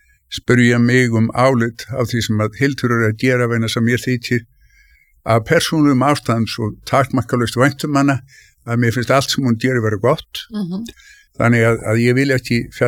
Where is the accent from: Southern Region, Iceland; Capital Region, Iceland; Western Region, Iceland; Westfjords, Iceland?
Capital Region, Iceland; Reykjavík; born or raised there